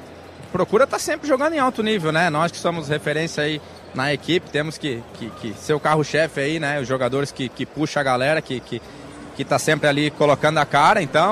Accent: Joinville, Santa Catarina, Brazil; moved away as an adult; Cidade onde eu fui criado, né? Onde eu tive toda a minha infância

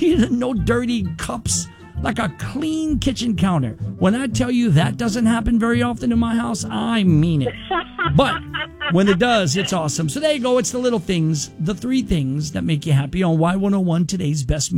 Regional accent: New Orleans, Louisiana, United States; moved away; I worked for him in New Orleans, my hometown.

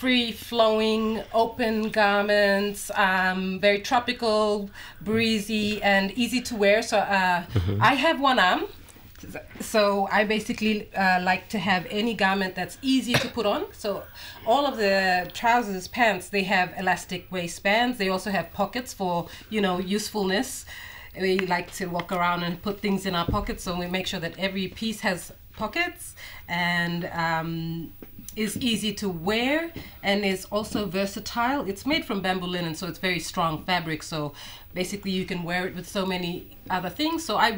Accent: East Sepik, Papua New Guinea; I am from Sipik. So a lot of my Sipik background inspires a lot of my designs.

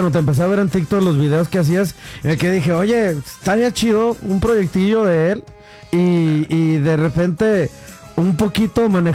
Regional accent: León, Guanajuato, Mexico; Yo soy de León.

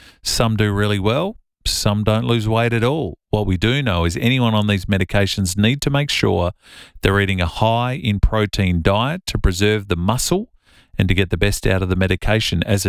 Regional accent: Millicent, South Australia, Australia; It's my hometown, God's country.

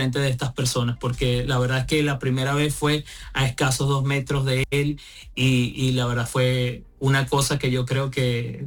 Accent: Venezuela

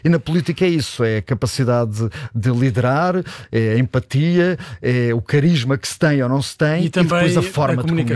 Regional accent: Alentejo, Portugal; moved away as an adult; now in Lisbon, Portugal; vivi fora de Lisboa há muitos anos, sou alentejano e portanto vim para Lisboa já bastante tarde

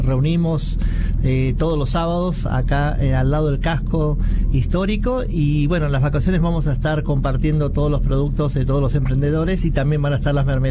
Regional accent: Los Reartes, Córdoba, Argentina; estamos del otro lado del río, somos de Los Reartes

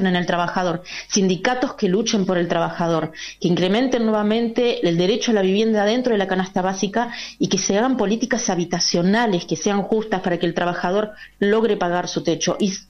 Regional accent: Argentina; acá es donde nosotros tenemos que poner el foco como argentinos, como trabajadores

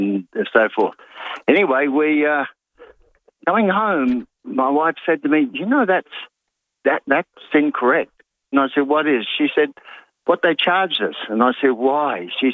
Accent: Naracoorte, South Australia, Australia; I'm from Narra Court

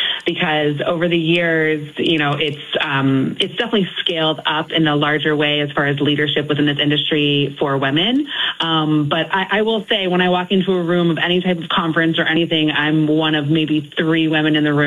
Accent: Los Angeles, California, United States; now in Chicago, United States; So I grew up in Los Angeles, headed over to Chicago. My husband's from the area, been here for the last 14 years.

